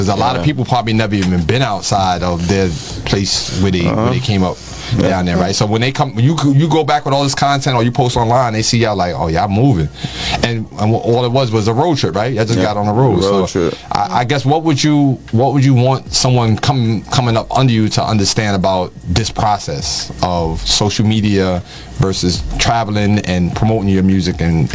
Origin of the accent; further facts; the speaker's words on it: New York City, New York, United States; moved away; I'm from the Bronx, right? I'm from the South Bronx